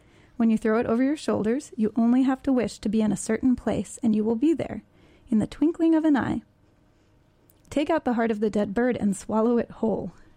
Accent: Hudson, New York, United States; I'm from Hudson

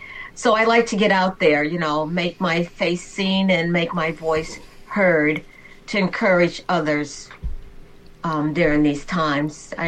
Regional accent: Chatham, New York, United States; I'm a member of Painting Me Church in Chatham, associate minister there. And I grew up in Chatham

